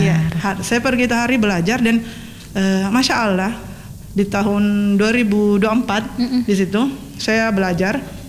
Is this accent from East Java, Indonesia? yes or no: no; Mamuju, West Sulawesi, Indonesia; Di situ saya sendiri dari Mamuju. Dari Mamuju sendiri ikut gabung di chapter Makassar.